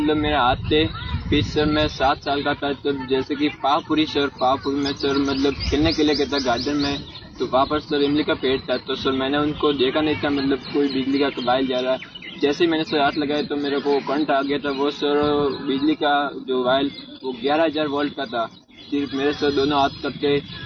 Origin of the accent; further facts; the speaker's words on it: Rajasthan, India; मैं सर सिरोही जिले से हूँ।